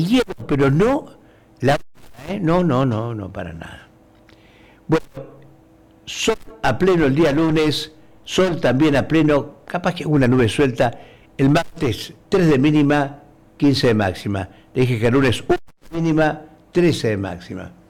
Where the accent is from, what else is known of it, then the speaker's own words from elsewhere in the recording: Punta Alta, Buenos Aires Province, Argentina; born there; moved away; cuando era chico, pisando allá en Puerto Belgrano, pisando escarcha.